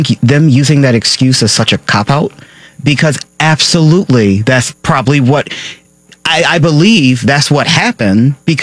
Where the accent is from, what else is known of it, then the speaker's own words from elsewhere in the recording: Arkansas, United States; I'm from Arkansas.